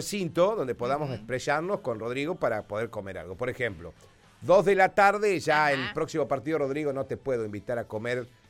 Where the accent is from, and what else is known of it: Argentina